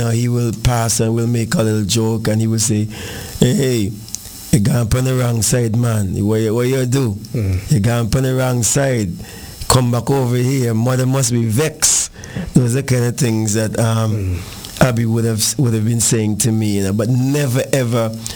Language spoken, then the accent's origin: English; English Harbour, Saint Paul, Antigua & Barbuda; we're from the English Harbour area